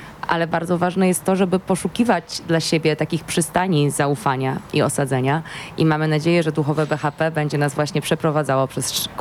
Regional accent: Poznań, Greater Poland Voivodeship, Poland; Jestem poznanianką

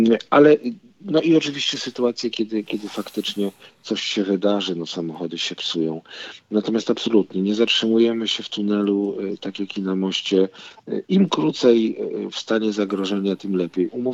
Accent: Świnoujście, West Pomeranian Voivodeship, Poland; ja wychowałem się w Świnoujściu

